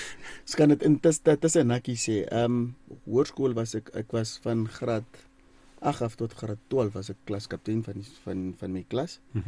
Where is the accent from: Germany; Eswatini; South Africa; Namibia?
Namibia; Tsumeb, Oshikoto; ek is oorspronkelijk van Tjumep. Ek is daar gebore, in school daar gegaan. En ek is in Namibier, ja. So onmiddellik na my hoërskool het ek Engeland toe gegaan vir 'n paar jaar op Woka Holiday.